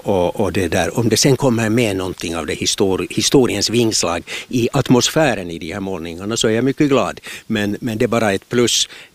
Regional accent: Ekenäs, Uusimaa, Finland; för jag är ju uppvuxen i Ekenäs.

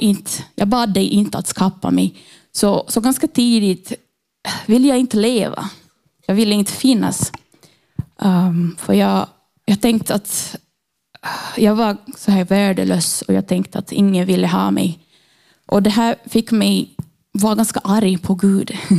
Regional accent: Brazil; Swedish is a second language; moved away as an adult; now in Finland; jag har haft hela min uppväxt i Brasilien med en troende mamma.

